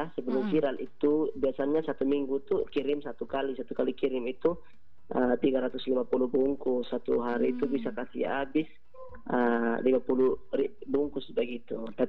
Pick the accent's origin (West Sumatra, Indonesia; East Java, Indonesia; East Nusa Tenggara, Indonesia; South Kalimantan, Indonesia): East Nusa Tenggara, Indonesia; Saya Timur Tengah Selatan.